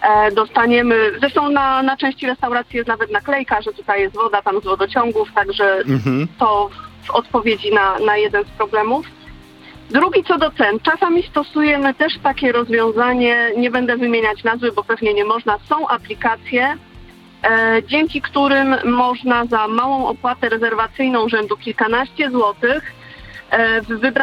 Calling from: Kraków, Lesser Poland, Poland; mieszkam w Krakowie

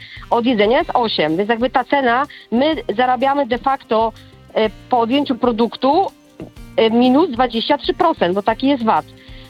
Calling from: Poznań, Greater Poland Voivodeship, Poland; ja jestem z Poznania

